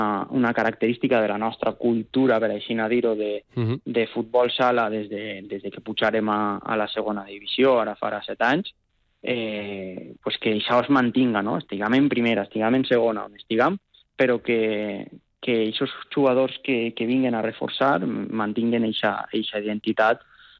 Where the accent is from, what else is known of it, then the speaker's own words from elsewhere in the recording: Alzira, Valencian Community, Spain; som els tres d'Alcira, som els líders del projecte